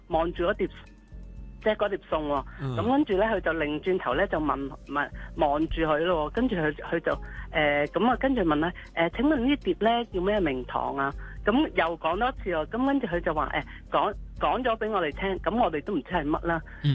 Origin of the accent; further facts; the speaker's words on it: Hong Kong; 係啊，咁因為辣咧，始終我哋香港人食唔慣啊嘛。